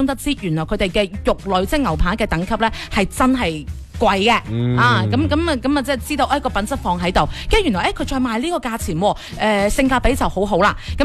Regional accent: Foshan, Guangdong, China; 对于我哋老佛山嚟讲，

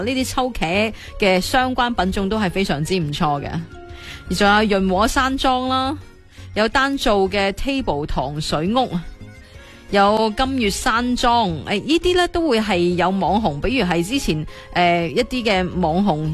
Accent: Guangdong, China; 真系佛山人或者传统广东人啦，我应该系其中一个嚟嘅。

